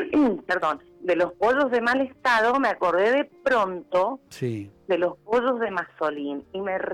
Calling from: Mendoza, Argentina; yo vivo en Mendoza

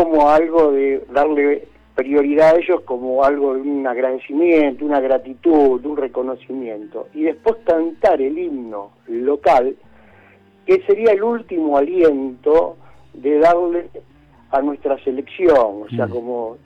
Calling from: Boulogne, Buenos Aires Province, Argentina; de Boulogne.

